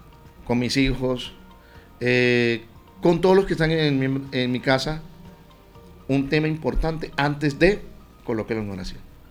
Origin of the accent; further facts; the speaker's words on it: Magangué, Bolívar, Colombia; Magangué, Bolívar, que es mi tierra